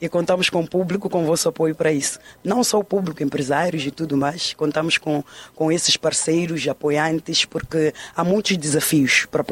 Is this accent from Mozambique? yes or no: yes; Mozambique; aquilo que nos dita que nós somos enquanto moçambicanos e artistas.